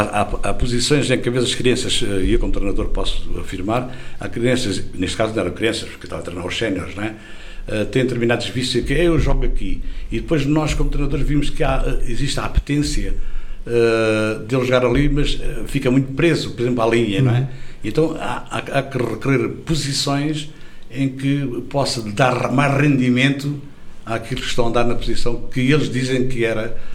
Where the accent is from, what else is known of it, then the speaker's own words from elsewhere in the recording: Elvas, Portalegre, Portugal; Eu vim de Elvas, minha terra natal.